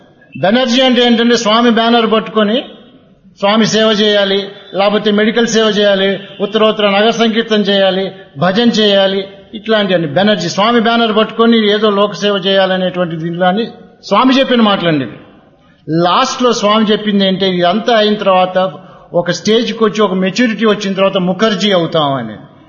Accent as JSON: {"language": "Telugu", "town": "Guntur", "region": "Andhra Pradesh", "country": "India", "tie": "born or raised there", "said": "అమ్మా నాన్న ఇద్దరు కూడా శిరిడీబాబా భక్తులు. గుంటూరులో మా ఇంటి నా చిన్నతనంలో మా ఇంటి పక్కన ఓ మామగారు ఉండేవారు."}